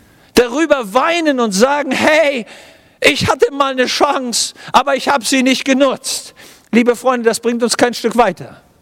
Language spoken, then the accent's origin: German; Germany